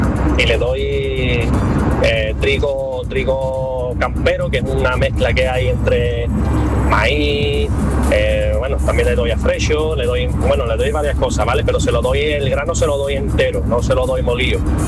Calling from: Chiclana de la Frontera, Andalusia, Spain; Buenos días … de Chiclana.

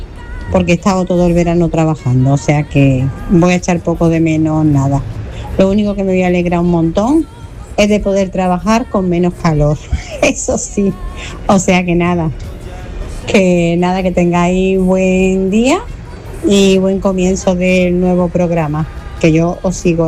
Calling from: Málaga, Andalusia, Spain; de Málaga.

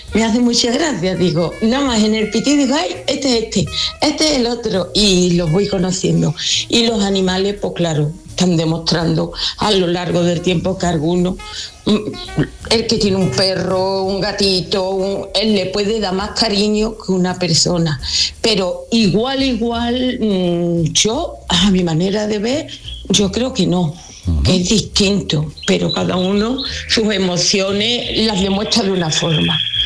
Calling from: Dos Hermanas, Andalusia, Spain; de Dos Hermanas. Saludos.

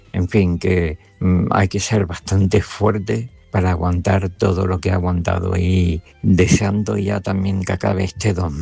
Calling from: Grazalema, Andalusia, Spain; de Grazalema y te llamaba para saludarte tanto a ti como a la audiencia de la gran familia de A la Carta.

